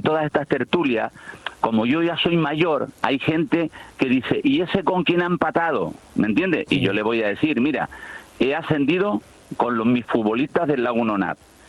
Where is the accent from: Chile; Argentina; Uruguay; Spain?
Spain; Icod de los Vinos, Canary Islands; el drago de mi pueblo, el milenario, de Codoro Vino.